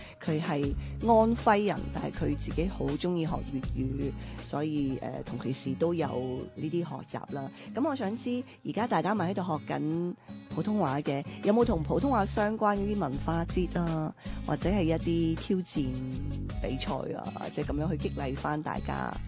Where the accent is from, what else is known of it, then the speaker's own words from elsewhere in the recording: Guangdong, China; 我就作為廣東人，我自己講普通話都覺得係有呢個廣東口音嘅，係啊，其實都一樣，因為我哋講粵語區嘅